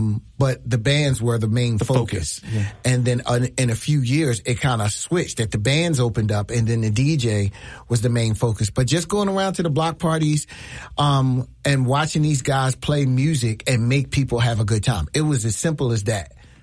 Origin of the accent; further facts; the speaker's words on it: Philadelphia, Pennsylvania, United States; Growing up in West Philly, we would have a lot of block parties.